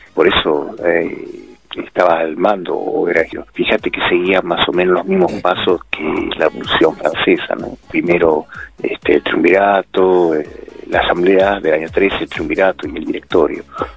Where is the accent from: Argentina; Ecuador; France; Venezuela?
Argentina; Quilmes, Buenos Aires Province; soy de Quilmes, soy historiador.